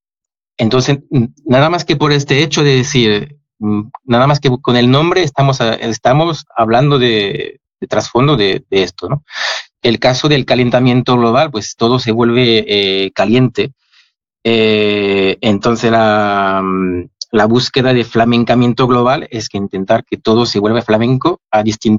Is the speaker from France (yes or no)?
yes; France; Spanish is a second language; now in Spain; el corazón francés, aunque adoro España. De hecho, vivo en España y estoy muy a gusto en España. Sigo siendo francés.